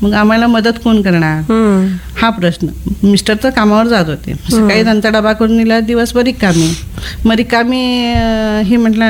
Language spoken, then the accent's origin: Marathi; Sohale, Maharashtra, India; moved away as an adult; माझं माहेर आजरा तालुक्यात सोहाळे म्हणून छोटस गाव आहे.